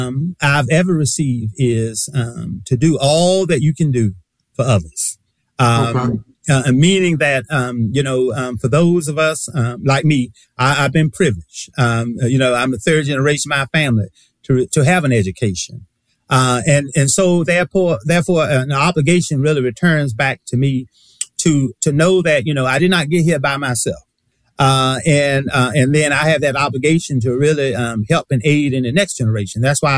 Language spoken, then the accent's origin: English; Henderson, North Carolina, United States; now in Durham, United States; my hometown of Henderson, North Carolina.